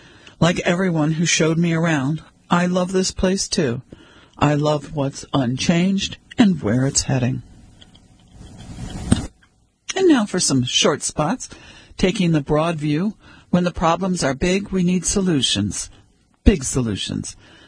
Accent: Brooklyn, New York, United States; I'm a guy from Brooklyn. Am I going to be accepted?

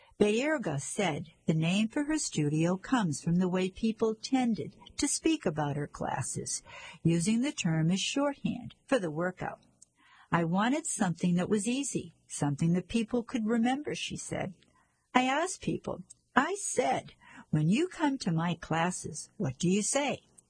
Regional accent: Brockton, Massachusetts, United States; I'm from Brockton, however.

